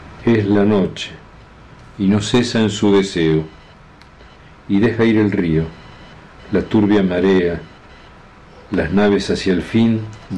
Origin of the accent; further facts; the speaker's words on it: Buenos Aires, Argentina; born there; moved away as an adult; now in Neuquén, Argentina; nací en Buenos Aires y hace casi 30 años que vivo en Neuquén.